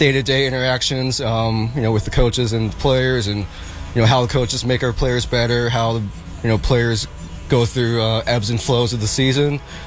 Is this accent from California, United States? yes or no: yes; Bay Area, California, United States; growing up in the Bay Area